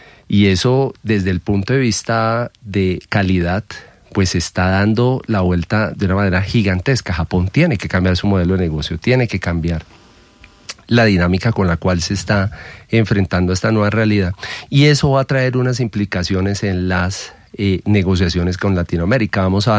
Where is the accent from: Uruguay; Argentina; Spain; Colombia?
Colombia; distorsiones que pueden afectar la manera como los colombianos estamos tomando nuestras decisiones.